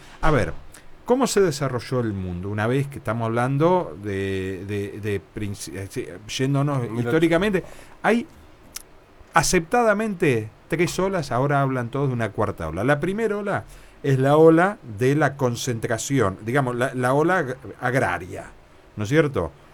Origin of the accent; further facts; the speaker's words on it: Indio Rico, Buenos Aires Province, Argentina; also born or lived in Tres Arroyos; now in Bahía Blanca, Argentina; Me crié entre Indio Rico y Tres Arroyos